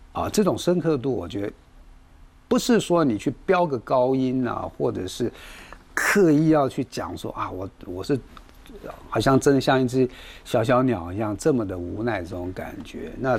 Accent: Taiwan; born there; 我是出生在台湾的这个外省第二代，我的父母他们都是从大陆过来

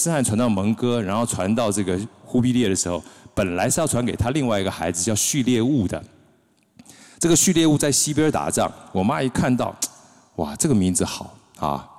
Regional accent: Taichung, Taiwan; 我是后里人，但是我的祖先呢，就是我的祖籍呢，

